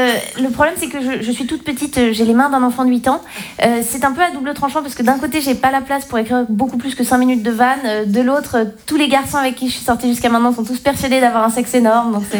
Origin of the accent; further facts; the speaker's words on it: Switzerland; moved away; Moi je suis Suisse.